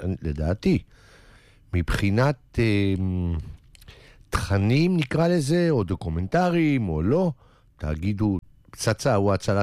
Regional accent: Jerusalem, Jerusalem District, Israel; אז הבנת שאני ירושלמי

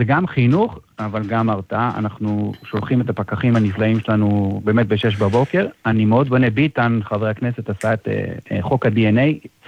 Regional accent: Herzliya, Tel Aviv District, Israel; born or raised there

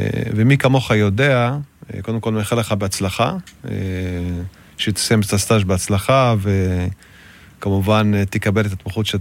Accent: Basmat Tab'un, Northern District, Israel; אני מומחה ברופאת המשפחה, תושב בוסמת טבעון, נשוי פלוס 2.

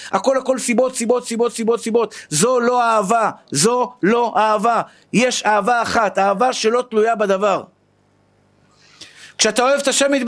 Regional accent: Tel Aviv, Tel Aviv District, Israel; היום אני הולך לדבר בקריית שלום בתל אביב, בבית כנסת שבו גדלתי בתור ילד

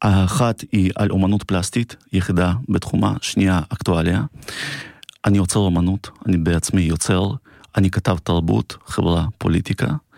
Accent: Acre, Northern District, Israel; גדלתי באקו, בפריפריה.

